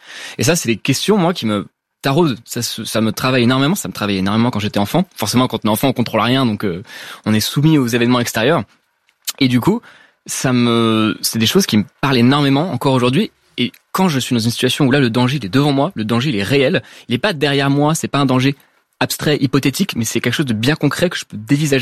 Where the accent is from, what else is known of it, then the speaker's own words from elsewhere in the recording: Paris, Île-de-France, France; Alors, j'ai grandi à Paris, donc du coup, bon, j'ai grandi autour des gratte-ciel, avec pour source d'inspiration ce que je voyais devant moi, donc les bâtiments haussmanniens, les grands gratte-ciel du 13e arrondissement.